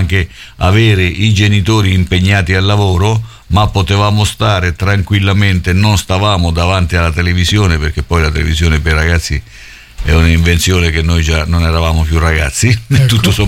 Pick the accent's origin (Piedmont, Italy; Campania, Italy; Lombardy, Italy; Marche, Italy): Marche, Italy; Macerata; come io da bambino stavo a Macerata, in un quartiere, insomma, quindi, e effettivamente era come stare in un villaggio